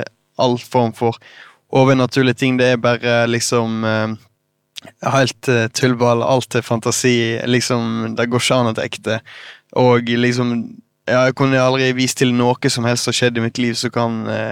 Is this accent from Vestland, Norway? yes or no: yes; Øystese, Vestland, Norway; also born or lived in Bergen; Nei, ja, jeg ble født her I Bergen, men... Jeg flyttet tidlig, eller familien flyttet tidlig til Øystese, der ligger I Hardangerfjorden, litt sånn sørøst for Bergen. Når jeg var tre da, så flyttet vi der og bygde hus